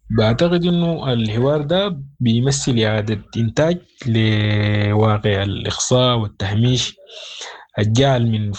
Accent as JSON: {"language": "Arabic", "country": "Sudan", "said": "كسودانيين"}